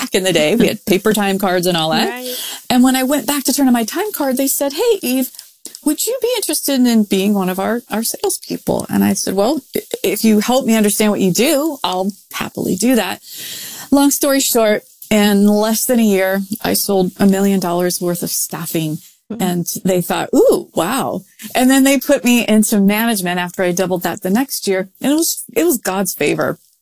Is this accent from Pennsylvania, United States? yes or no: yes; Pennsylvania, United States; I spent the first 10 years of my life in Pennsylvania, grew up in the Pocono Mountains.